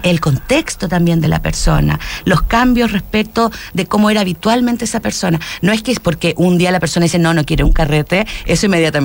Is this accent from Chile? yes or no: yes; Chile